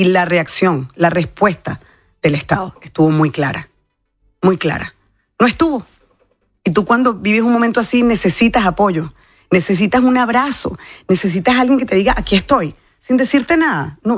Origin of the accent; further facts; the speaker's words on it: Venezuela; O sea, yo soy venezolana, yo me siento orgullosa de cómo el venezolano hoy está ayudando en centros de acopio